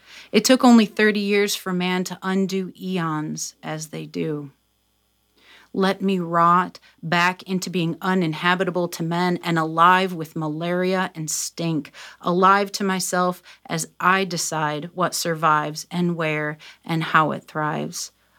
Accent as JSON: {"language": "English", "town": "Toledo", "region": "Ohio", "country": "United States", "said": "I'm from Toledo, Ohio, where the Great Black Swamp was."}